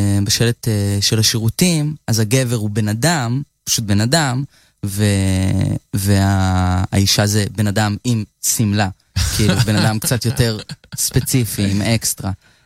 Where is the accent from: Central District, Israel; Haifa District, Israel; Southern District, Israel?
Haifa District, Israel; Hadera; אני גדלתי בחדרה, נולדתי ב-2002, אני בת 24